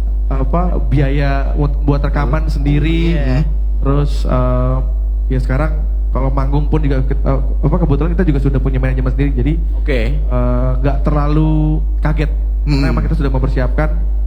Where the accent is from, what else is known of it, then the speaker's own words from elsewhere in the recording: Ciledug, Banten, Indonesia; Memang kita kan tumbuh di di Ciledug gitu ya, di Jalan Ciledug Raya. Kita race in Ciledug lah gitu ya.